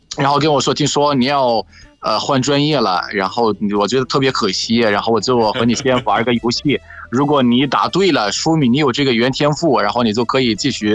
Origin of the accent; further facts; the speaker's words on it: Egypt; 我是来自埃及的